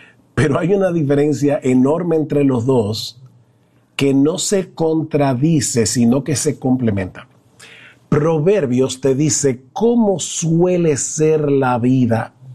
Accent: San Juan de la Maguana, San Juan, Dominican Republic; moved away; cuando yo vivía en mi pueblo, San Juan de la Maguana, que había una época del año que tú te levantabas por la mañana y había mucho vapor, mucha niebla, porque era muy húmedo.

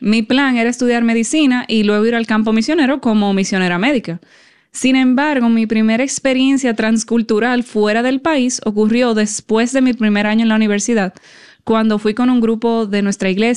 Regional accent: United States; Como estadounidense, yo sé qué tan buena puede ser la vida

